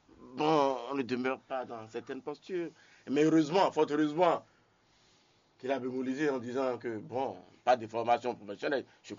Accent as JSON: {"language": "French", "country": "Benin", "said": "Parce que, entre-temps, la révolution s'est appris par là, chez nous au Bénin."}